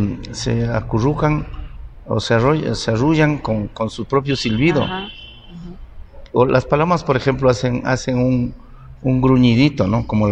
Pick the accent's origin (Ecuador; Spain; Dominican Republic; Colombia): Ecuador; Pimampiro, Imbabura; Porque como nosotros, somos de Pimampiro, en ese tiempo una parroquia, pero nosotros teníamos actividades en el campo, ¿no?